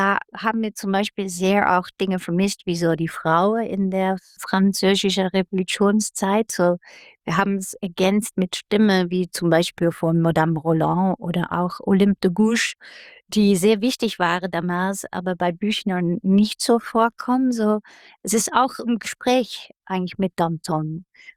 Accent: Netherlands; now in Germany; Ich glaube, es ist ein sehr großes Privileg gewesen, dass wir diese Zeit in Jena hatten. Wir kommen aus den Niederlanden, wo wir auch frei produziert haben.

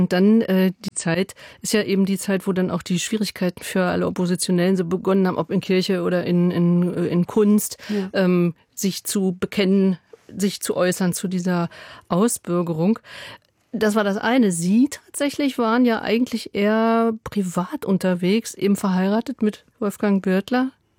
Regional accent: West Germany, Germany; ich komme aus dem Westen.

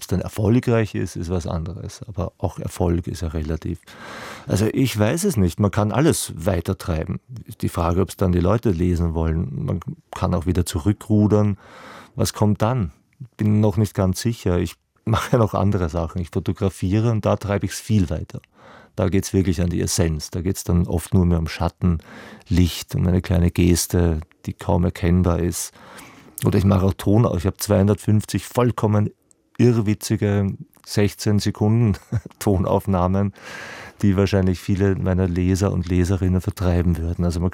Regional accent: Vienna, Austria; now in Berlin, Germany; jetzt im Burgtheater in Wien. Und das war toll. Das ist ja auch meine Herkunft, da, meine Heimat neben Berlin.

